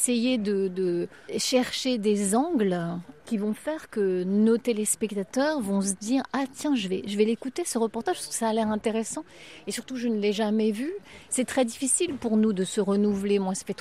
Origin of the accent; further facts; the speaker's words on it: Combourg, Brittany, France; born there; tout le monde me connaît parce que je suis née dans le village. Enfin, je suis née à Combourg